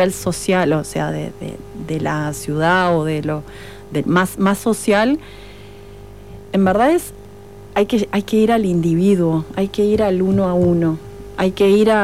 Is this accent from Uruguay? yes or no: yes; Montevideo, Uruguay; empecé Montevideo, yo que vengo de Montevideo, también era mucha la tristeza.